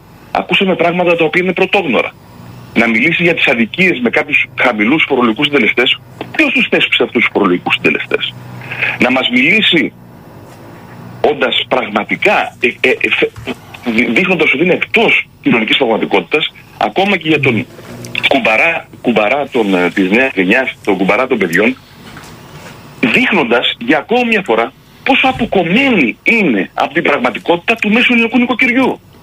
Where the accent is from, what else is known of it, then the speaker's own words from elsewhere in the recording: Piraeus, Attica, Greece; εγώ ως Πειραιώτης είμαι του ρεμπέτικου